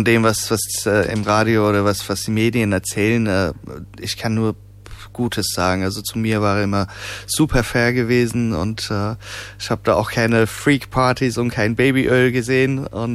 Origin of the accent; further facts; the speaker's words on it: Liederbach, Hesse, Germany; also born or lived in Eppstein; Aufgewachsen in Liederbach, aber schon Taunus die Ecke, später Eppstein. Ich glaube, bis ich volljährig wurde, bin ich auch so, ich glaube, so circa 15 Mal umgezogen.